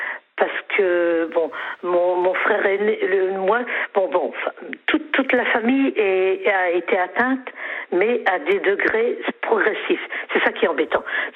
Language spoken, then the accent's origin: French; Grand Est, France; now in Calais, France; Je suis originaire de Lorraine.